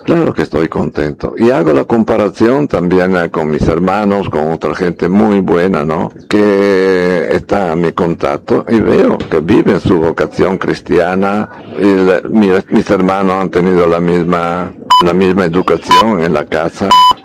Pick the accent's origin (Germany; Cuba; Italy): Italy; now in Bolivia; Y después, soy italiano, entonces ejercí mi ministerio allá, especialmente en parroquias, oratorios, hasta que vine aquí a Bolivia, San Carlos, Sagrado Corazón, Yapacaní.